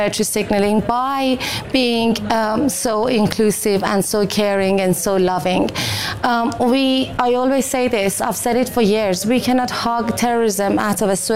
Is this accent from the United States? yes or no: no; Iran; now in United Kingdom; I am a foreigner, don't forget. I am British by choice